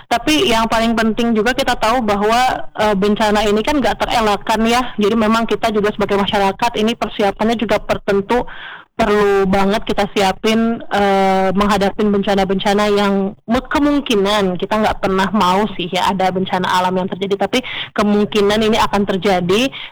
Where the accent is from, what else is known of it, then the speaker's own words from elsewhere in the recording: Bengkulu, Indonesia; kita warga Bengkulu